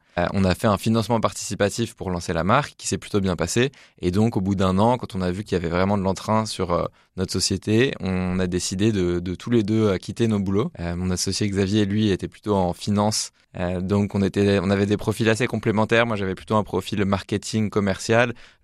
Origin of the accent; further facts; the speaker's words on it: France; born there; also born or lived in Nantes; moi, je suis originaire de Paris et de Poitiers.